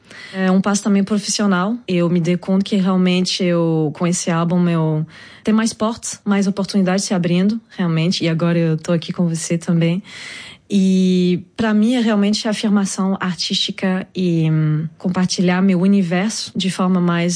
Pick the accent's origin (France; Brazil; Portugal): France; Portuguese is a second language; also born or lived in Cádiz, Spain; Eu sou nascida em França, cresci, minha cultura é francesa, a multiculturalidade vem daí.